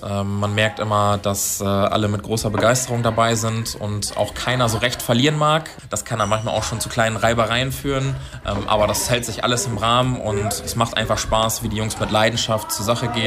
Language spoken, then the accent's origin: German; Germany; born there; Ich spiele seit meiner Kindheit im Verein hier in der Gegend in Thüne und tue das auch immer noch